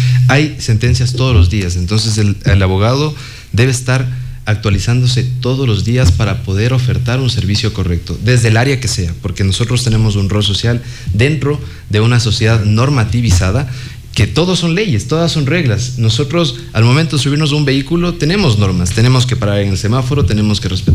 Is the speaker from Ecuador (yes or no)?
yes; Ecuador; tenemos como ecuatorianos